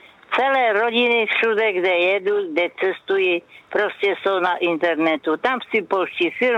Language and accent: Czech; Krnov, Moravian-Silesian Region, Czechia; Jo, moje rodné město je Krnov, Pavlo. Takže jedu do Krnova, tam mám brášku ještě. No a svoje rodaky, s kterýma jsem chodila do školy, vyrůstala.